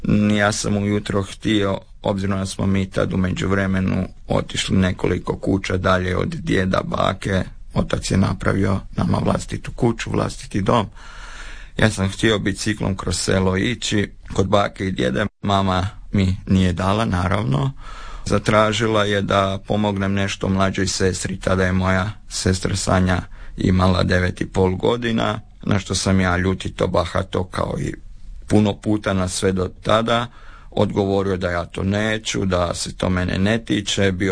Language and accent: Croatian; Osijek-Baranja County, Croatia; now in Zagreb, Croatia; dolazim iz Slavonije, iz jednog malog, lijepog, pitomog mjesta, iz Trizivojne, nadomak Đakova. Rođen sam 14.2.1988. godine, dakle na Svetoga Valentina.